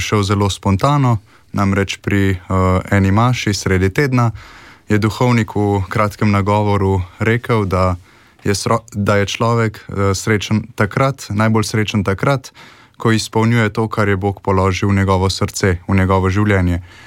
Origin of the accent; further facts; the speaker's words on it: Moravče, Central Slovenia, Slovenia; born there; prihajam iz Župnije Moravče, doma nas je 5 otrok, sam sem najstarejši med njimi, odraščal sem na podeželju, tako idilično